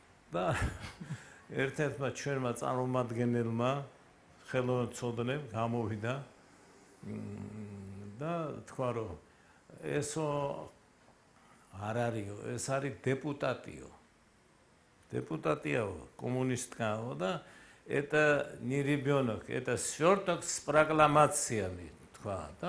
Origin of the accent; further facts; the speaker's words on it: Kartli, Georgia; მე ხო ქართლელი ვარ წარმოშობით